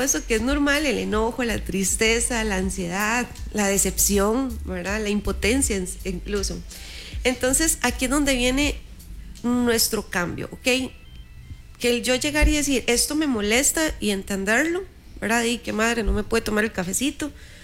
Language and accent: Spanish; Costa Rica; accent: Costa Rican; cuando veníamos como cabizbajos o sí, o como huevadillos, ¿verdad? Como muy tico decirlo así.